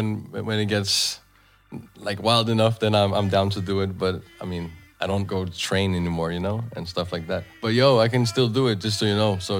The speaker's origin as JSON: {"language": "English", "country": "Denmark", "tie": "born or raised there", "said": "I grew up with a big family in Denmark I'm from the Philippines. And in the 70s, my whole family actually came here. So I was born in 89"}